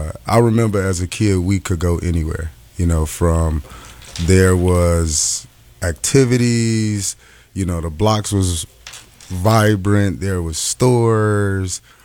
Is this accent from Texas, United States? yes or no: no; Chicago, Illinois, United States; Will from Mississippi, I'm from Chicago, so you know the difference between that.